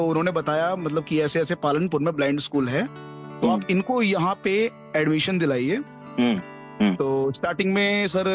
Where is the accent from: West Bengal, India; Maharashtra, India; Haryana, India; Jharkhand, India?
Haryana, India; also born or lived in Ayodhya, Uttar Pradesh (parents' origin); मैं हरियाणा से हूँ, बट मेरे माता पिता जो हैं वो मूल रूप से यूपी से हैं, अयोध्या से